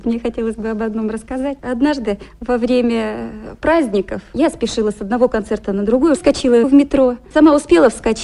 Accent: Gorno-Altaysk, Altai Krai, Russia; born there; Родилась я в Сибири, в Горно-Алтайске, на земле Василия Макаровича Шукшина.

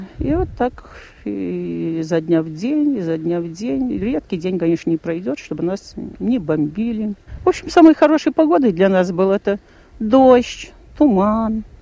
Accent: Saint Petersburg, Russia; moved away; Я говорю, из Ленинграда.

